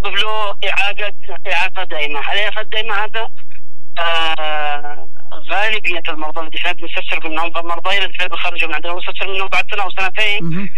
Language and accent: Arabic; Yemen; عندنا في اليمن